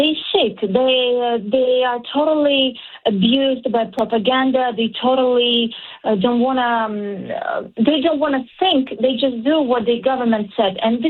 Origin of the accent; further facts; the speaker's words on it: Kyiv, Ukraine; I was born and raised in Kyiv, and I feel blessed that I was born exactly in this country.